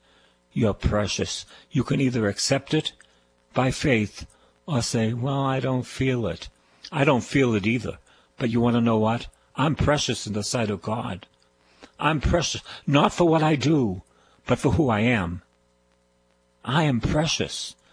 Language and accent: English; Boston, Massachusetts, United States; accent: Boston; Anyway, I'm a Bostonian, and I am preaching to people in Phoenix, Arizona, New Jersey, the western part of Massachusetts.